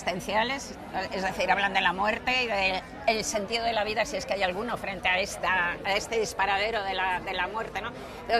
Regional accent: Madrid, Community of Madrid, Spain; soy de Madrid, y llevo 46 años firmando en la Feria del Libro

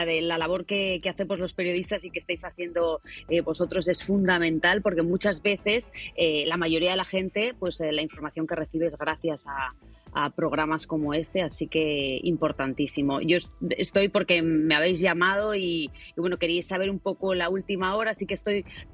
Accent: Gavilanes, Castile and León, Spain; Gavilanes, que es el pueblo al que yo pertenezco

